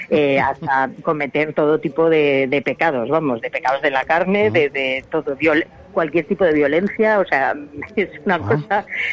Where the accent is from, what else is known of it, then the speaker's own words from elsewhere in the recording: Peralta, Navarre, Spain; Bueno, yo soy de Peralta, de pueblo de Navarra